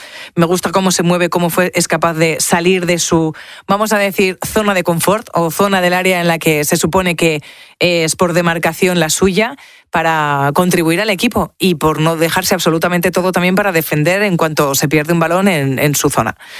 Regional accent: Spain; yo soy española, no sé qué te pasa con nosotros

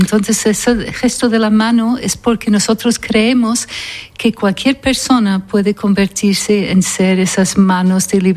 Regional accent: Scotland, United Kingdom; Spanish is a second language; now in Spain; Yo soy originalmente de Escocia. Me crié en Escocia, mi padre era escocés y mi madre noruega, pero ya llevo 42 años aquí en España.

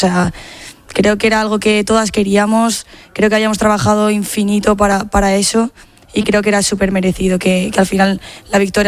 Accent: Madrid, Community of Madrid, Spain; Eso es. Yo soy de Madrid.

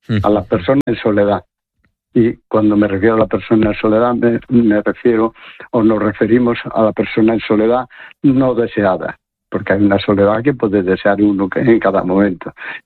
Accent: Galicia, Spain; now in Oviedo, Spain; Como gallego residentes aquí en Oviedo, pues todos los caminos me interesan, todos los caminos confluyen y tienen el mismo destino que Santiago de Compostela, que es mi tierra gallega también

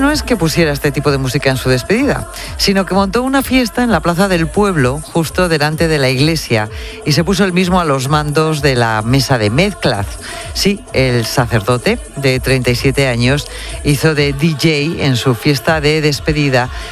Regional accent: Burgos, Castile and León, Spain; Qué buena gente somos los de Burgos

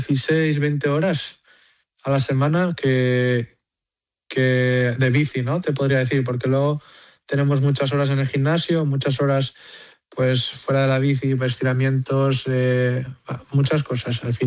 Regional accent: L'Alfàs del Pi, Valencian Community, Spain; also born or lived in Benidorm; Nací en Benidorm, pero siempre me he criado en las Alfas del Pi. Y, o sea, empecé desde pequeño en las Alfas del Pi

